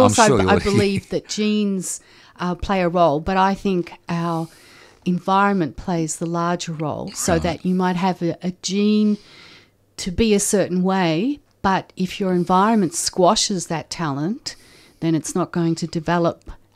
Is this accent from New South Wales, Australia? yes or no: no; Melbourne, Victoria, Australia; born there; also born or lived in Altona; we moved from Altona to Essendon.